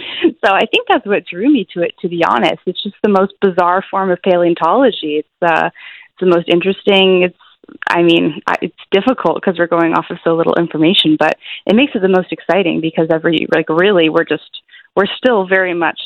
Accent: Ontario, Canada; moved away as an adult; now in Newfoundland and Labrador, Canada; I'm originally from Ontario

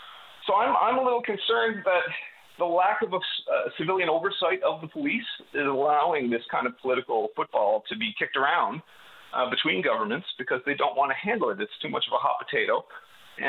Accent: Goose Bay, Newfoundland and Labrador, Canada; I'm from Goose Bay, Labrador.

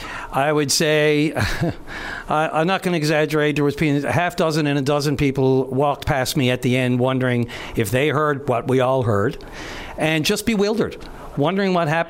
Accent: St. John's, Newfoundland and Labrador, Canada; In the west end of St. John's, down by Barring Park.

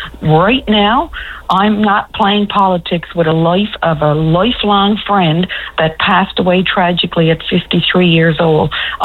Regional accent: Charlottetown, Prince Edward Island, Canada; And in recent years, she shared her time really between Norman Bay and my hometown of Charlottetown. And her family lives just one house behind me here in Charlottetown.

